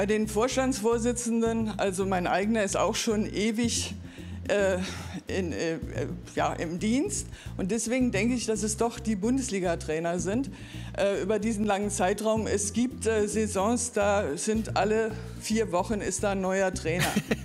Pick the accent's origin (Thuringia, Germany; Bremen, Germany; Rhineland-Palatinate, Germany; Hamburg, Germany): Rhineland-Palatinate, Germany; Kirchberg; Ich komme aus Kirchberg im Hunsrück.